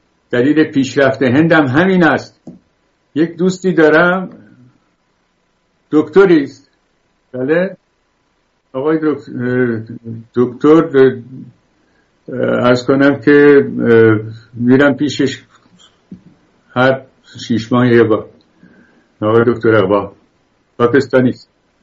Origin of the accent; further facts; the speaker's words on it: Iran; بله، گفتم لوری، چون من خودم بختیاری هستم که به کسی بر نخورم.